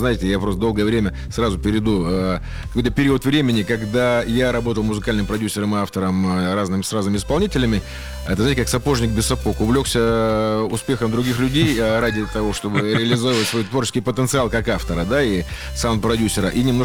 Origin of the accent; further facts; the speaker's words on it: Novosibirsk, Novosibirsk Oblast, Russia; moved away as an adult; also born or lived in Moscow; now in Novosibirsk, Russia; я вернулся в родной город Новосибирск